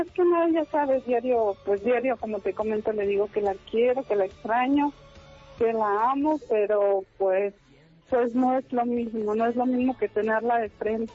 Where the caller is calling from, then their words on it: Pachuca, Hidalgo, Mexico; Yo me encuentro en Pachuca, Hidalgo.